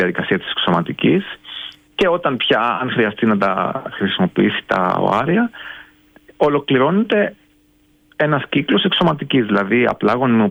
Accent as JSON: {"language": "Greek", "country": "Greece", "moved": "as an adult", "lives_now": "England, United Kingdom", "said": "θυμάμαι όλοι οι Άγγλοι ασθενείς, όταν τους έλεγα ότι είμαι από την Ελλάδα, μου λέγανε γιατί είσαι εδώ, έχεις τόσο ωραία χώρα"}